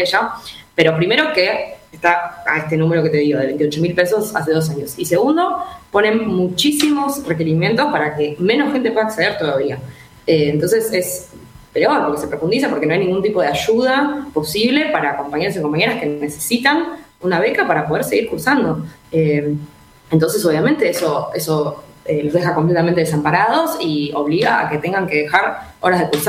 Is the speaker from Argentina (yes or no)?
yes; Buenos Aires, Argentina; yo soy de CABA